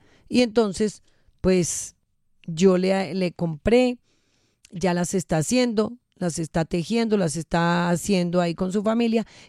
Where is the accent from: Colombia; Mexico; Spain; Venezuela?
Colombia